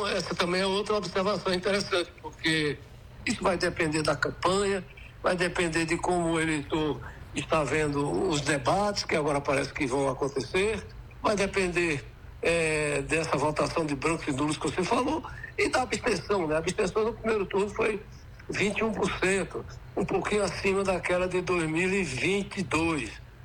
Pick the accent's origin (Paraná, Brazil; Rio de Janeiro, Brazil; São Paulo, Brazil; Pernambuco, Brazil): Pernambuco, Brazil; Petrolândia; ser o primeiro filho natural, nascido e criado em Petrolândia